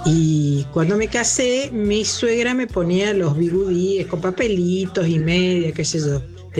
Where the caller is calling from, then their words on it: San Rafael, Mendoza, Argentina; de San Rafael, Mendoza.